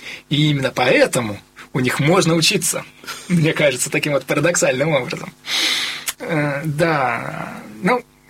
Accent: Saint Petersburg, Russia; Хотя с медьковской культурой я, как петербуржец, я знаком.

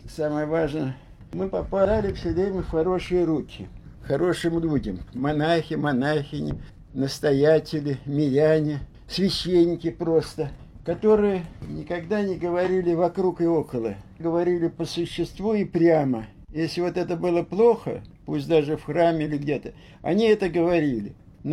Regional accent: Saint Petersburg, Russia; Я родился на Васильевском, в больнице Отто, и там прожил практически до окончания школы. Четвертая линия, 24-я школа

